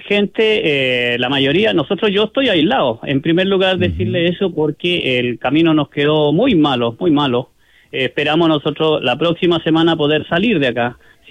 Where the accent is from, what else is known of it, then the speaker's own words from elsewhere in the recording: Illapel, Coquimbo, Chile; Yo soy de Illapel y...